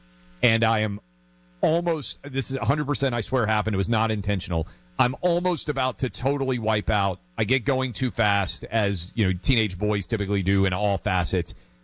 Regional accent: Tennessee, United States; She is going to be the next governor of my home state of Tennessee.

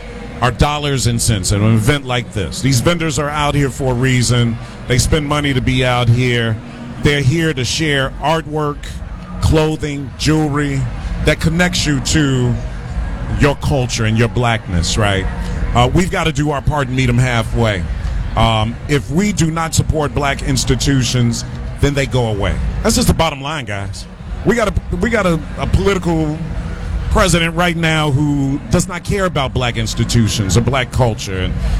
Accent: Chicago, Illinois, United States; See, I grew up on 48th and King Drive. I tell everybody all day it was low end when I grew up there.

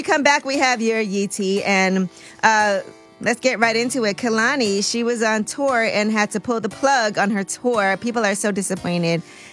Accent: Brooklyn, New York, United States; We're both from Brooklyn.

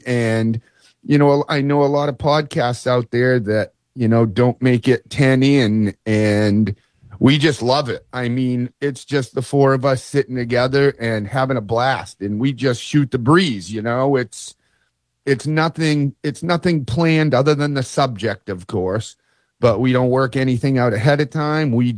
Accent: New Hampshire, United States; also born or lived in Littleton, New Hampshire / Gilford, New Hampshire; now in Meredith, United States; I'm in Meredith, New Hampshire, born and raised, born in Littleton, moved to Guilford, been all around the Lakes region. Beautiful place.

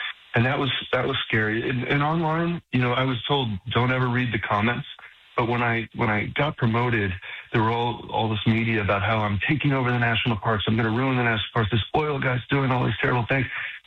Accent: New York, United States; Just the people are so inviting. Being a New Yorker coming into Houston, it was just incredible.

